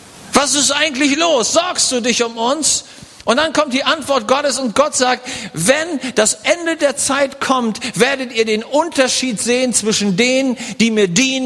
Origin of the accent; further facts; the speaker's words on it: Germany; Ich komme aus Deutschland